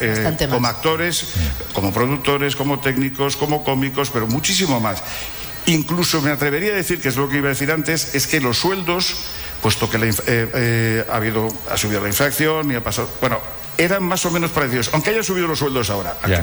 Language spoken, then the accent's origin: Spanish; Granadilla, Canary Islands, Spain; está llegando a Canarias, está llegando a mi pueblo. Yo soy de Granadilla. Yo soy de Granadilla.